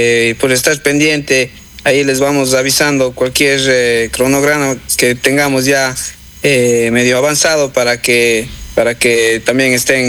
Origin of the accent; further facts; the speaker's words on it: Ecuador; moved away; me gustaría poder regresar algún momento al Ecuador a competir, ¿no? A la final es mi tierra